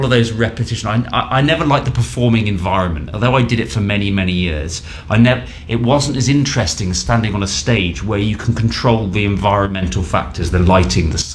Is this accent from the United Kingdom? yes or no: yes; United Kingdom; certainly in the UK, it's where I'm from, you can tell by my Kentucky accent